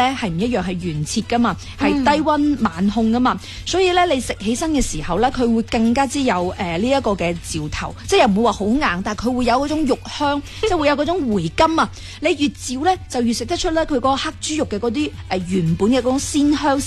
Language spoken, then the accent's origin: Cantonese; Guangdong, China; 我哋广东人